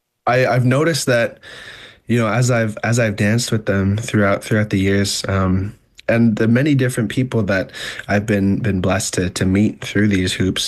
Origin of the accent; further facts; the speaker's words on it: Ottawa, Ontario, Canada; So what we did was we actually went back to the community where we grew up in Ottawa.